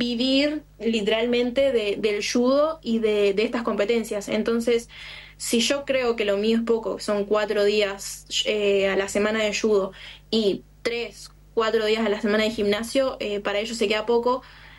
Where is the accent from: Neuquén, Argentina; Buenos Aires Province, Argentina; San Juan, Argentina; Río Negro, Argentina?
Río Negro, Argentina; Cipolletti; Sí, Primero que nada, yo soy de Cipolletti.